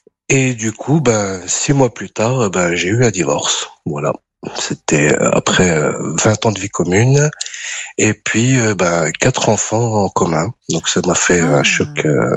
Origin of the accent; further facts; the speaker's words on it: France; born there; Bah après, moi, je suis né en France.